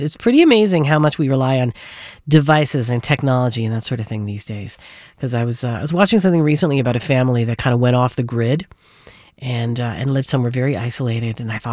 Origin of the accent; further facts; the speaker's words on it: St. John's, Newfoundland and Labrador, Canada; moved away; I'm only 55, but I still remember growing up in St. John's